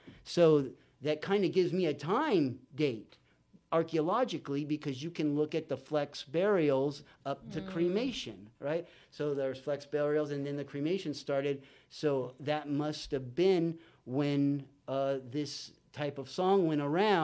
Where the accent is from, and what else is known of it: San Bernardino, California, United States; also born or lived in San Felipe, Mexico